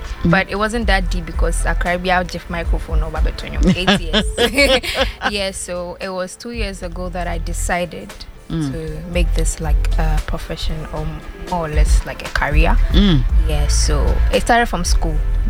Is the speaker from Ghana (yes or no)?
yes; Ghana; Fortunately for me, I'm so Ghanaian that my mom didn't give me a Christian name.